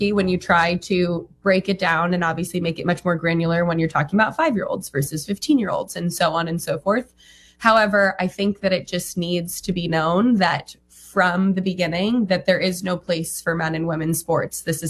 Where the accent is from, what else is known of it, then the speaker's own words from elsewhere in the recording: Nevada, United States; also born or lived in Utah; My home state of Nevada has a very similar protection as West Virginia, but listening to those arguments, same when I was there to represent when I was living in Utah at the time